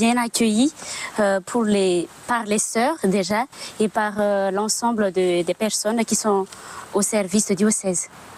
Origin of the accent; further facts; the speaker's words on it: Madagascar; moved away as an adult; also born or lived in Angers, France; now in Albi, France; Je viens de Madagascar.